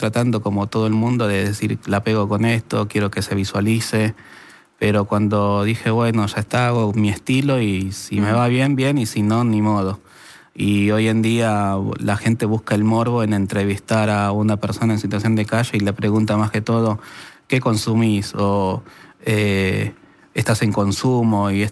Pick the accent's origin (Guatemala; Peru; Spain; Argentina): Argentina; La Matanza, Buenos Aires Province; soy de La Matanza.